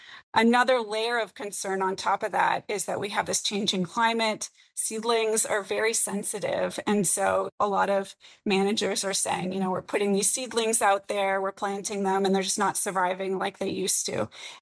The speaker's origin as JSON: {"language": "English", "region": "British Columbia", "country": "Canada", "tie": "born or raised there", "said": "And I grew up in British Columbia. So fire is part of my life experience."}